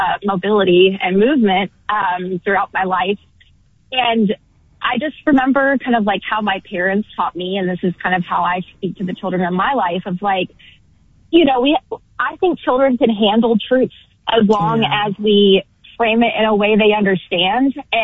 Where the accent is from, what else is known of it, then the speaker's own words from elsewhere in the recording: Kentucky, United States; born there; also born or lived in Texas; now in San Francisco, United States; I was born in Kentucky, lived in Texas for 10 plus years.